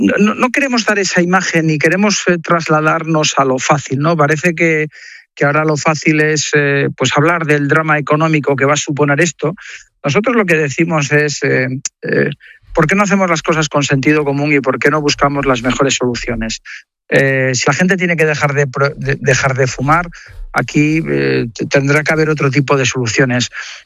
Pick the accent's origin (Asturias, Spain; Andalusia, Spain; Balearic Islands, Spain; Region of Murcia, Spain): Asturias, Spain; Bueno, piensen, yo soy de Asturias, piensen en Asturias, con la climatología que tenemos